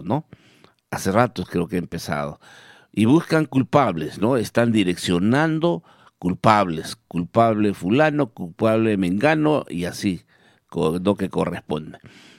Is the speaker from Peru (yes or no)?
yes; Villa Rica, Pasco, Peru; ¿Qué tal Villarrica? Buenos días, Villarrica. ¿Cómo amaneció mi pueblo querido de Villarrica?